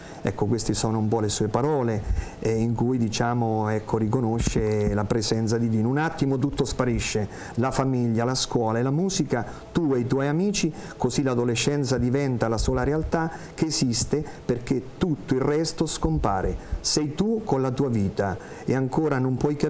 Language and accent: Italian; Ancona, Marche, Italy; moved away; Poi ho lasciato Ancona, si era trasferito, la mia città natale, senza dire niente a nessuno, neanche a quelli che mi conoscevano